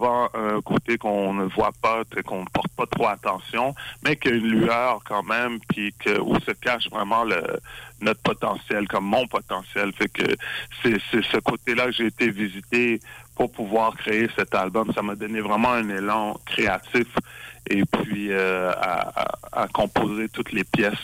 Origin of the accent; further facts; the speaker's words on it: Montreal, Quebec, Canada; born there; j'ai grandi dans une famille haïtienne. Je suis né à Montréal de parents d'origine haïtienne.